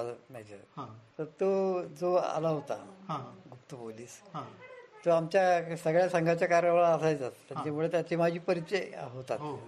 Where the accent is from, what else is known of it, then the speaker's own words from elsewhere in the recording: Akole, Maharashtra, India; अकोले माझं मूळ गाव आहे.